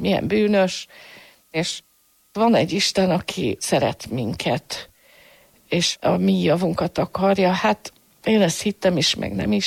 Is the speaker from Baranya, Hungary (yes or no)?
no; Salgótarján, Nógrád, Hungary; born there; also born or lived in Budapest; A szüleim Salgótarjánban kaptak állást a ruhagyárnál, mind a ketten. Ez a város nem a katolikus hitéről híres, vallásos nevelést nem kaptam.